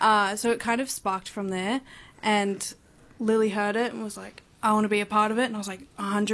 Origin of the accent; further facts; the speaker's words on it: Dapto, New South Wales, Australia; Well, it kind of started with me growing up in Dapto, you know, seeing all the changes that have happened